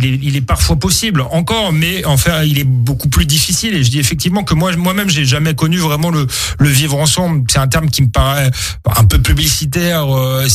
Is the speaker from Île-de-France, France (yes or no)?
yes; Saint-Denis, Île-de-France, France; also born or lived in Épinay-sur-Seine; Moi, j'ai grandi à Épinay-sur-Seine et à Saint-Denis